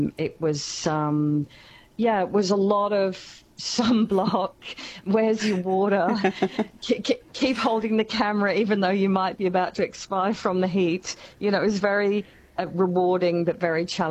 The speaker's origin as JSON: {"language": "English", "region": "England", "country": "United Kingdom", "tie": "born or raised there", "moved": "yes", "said": "I actually saw Walkabout when I was growing up in England"}